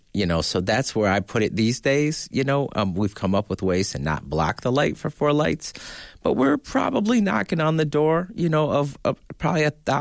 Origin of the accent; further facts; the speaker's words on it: Detroit, Michigan, United States; Okay, because I'm from Detroit, you know.